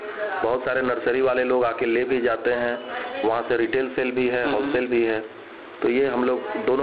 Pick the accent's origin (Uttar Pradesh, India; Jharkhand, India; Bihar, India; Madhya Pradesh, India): Jharkhand, India; Bokaro; now in Ranchi, India; हम तो बेसिकली बोकारो के रहने वाले हैं और अभी प्रॉपर रांची में ही रह रहे हैं।